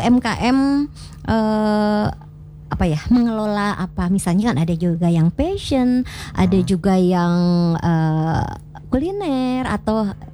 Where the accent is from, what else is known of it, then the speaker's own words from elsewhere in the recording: West Java, Indonesia; Berhubung kita orang Sundanya, ya, Akang.